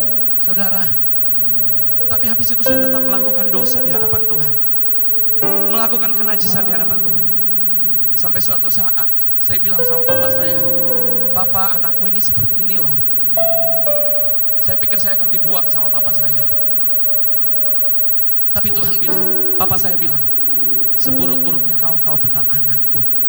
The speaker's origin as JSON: {"language": "Indonesian", "region": "Central Sulawesi", "country": "Indonesia", "tie": "born or raised there", "said": "Saya besar dan kecil di Sulawesi Tengah"}